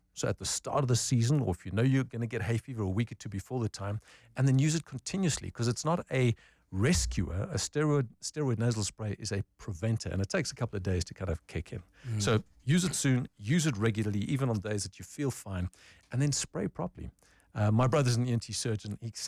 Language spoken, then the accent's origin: English; Pretoria, Gauteng, South Africa; I know, I grew up in Pretoria, man, and jacarandas always meant I got to study now and exams are coming.